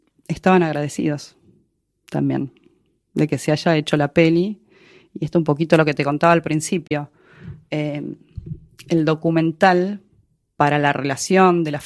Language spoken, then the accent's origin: Spanish; Argentina; Las cosas en mi país lamentablemente cambiaron para mal. Para mal y en todos los departamentos, digamos. O sea, a nivel cultural, científico, económico, y si bien Argentina siempre tuvo altos y bajos económicamente